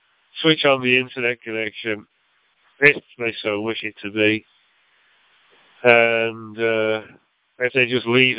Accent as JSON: {"language": "English", "region": "North West England", "country": "United Kingdom", "accent": "Lancashire", "moved": "yes", "lives_now": "Australia", "said": "he could pick my Lancashire accent."}